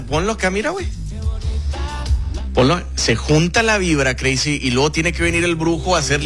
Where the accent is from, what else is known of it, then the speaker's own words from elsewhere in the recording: Mexico; somos tantos los mexicanos pesimistas, güey